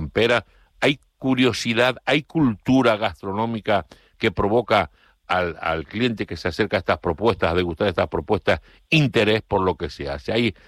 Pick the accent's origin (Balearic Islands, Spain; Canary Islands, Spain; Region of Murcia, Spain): Canary Islands, Spain; Tijarafe; Yo soy de Tijarafe, como muchos saben, un hombre de campo.